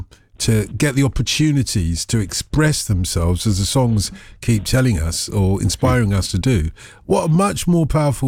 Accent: Liverpool, North West England, United Kingdom; Liverpool, in case you couldn't tell, Sarah, I'm from Liverpool.

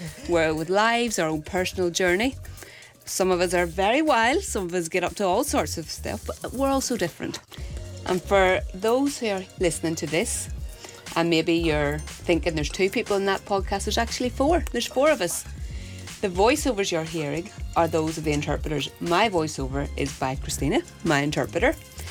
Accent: Armagh, Northern Ireland, United Kingdom; I'm from Armagh

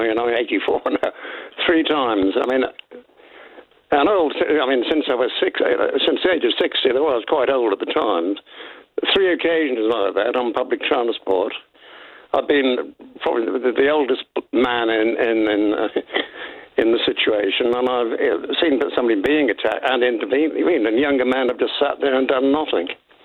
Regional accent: Liverpool, North West England, United Kingdom; I'm a Scouser, I still support Liverpool as football. I'm a university in Liverpool.

